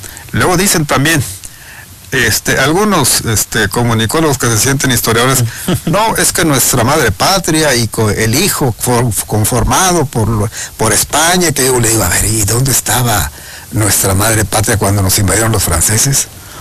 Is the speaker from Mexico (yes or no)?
yes; Mexico; Entonces el ser humano aspira a eso, pero como mexicanos, ¿qué somos? Pues no somos una monarquía, no tenemos un rey.